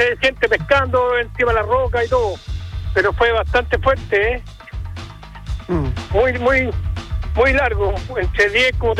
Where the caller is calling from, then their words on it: Zapallar, Valparaíso, Chile; de acá de Zapallar.